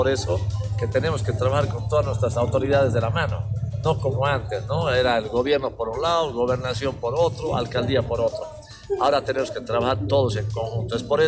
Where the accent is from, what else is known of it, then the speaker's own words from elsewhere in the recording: Tarija, Bolivia; Yo soy ministro, yo soy de Tarija